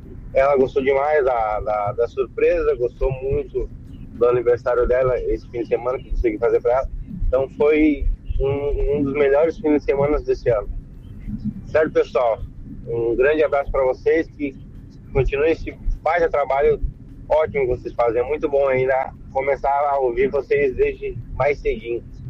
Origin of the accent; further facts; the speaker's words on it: Canoas, Rio Grande do Sul, Brazil; Sou aqui de Canoas, das Juveiras.